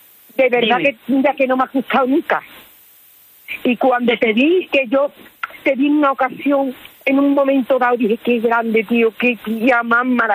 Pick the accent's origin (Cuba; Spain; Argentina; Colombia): Spain; Coria; de Coria, me está llamando la húngara, a mí